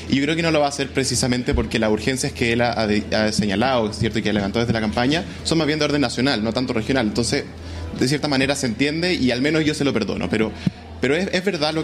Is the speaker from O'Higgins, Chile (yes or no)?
yes; Rancagua, O'Higgins, Chile; now in Santiago, Chile; En mi caso yo soy de Rancagua, me queda un poco más cerca, pero también estoy asentado en Santiago.